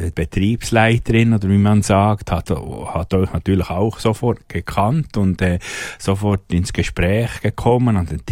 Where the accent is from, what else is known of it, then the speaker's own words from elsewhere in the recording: Switzerland; sagen wir dem bei uns in der Schweiz, eben Glasse und eben das eine ist Krusle